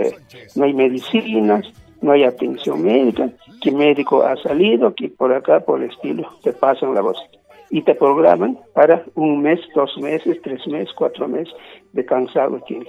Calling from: Peru; nosotros somos peruanos tan tontos

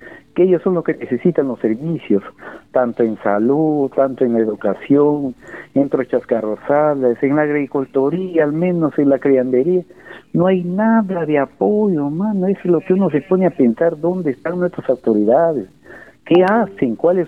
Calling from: Olmos, Lambayeque, Peru; aquí en el distrito de Olmos

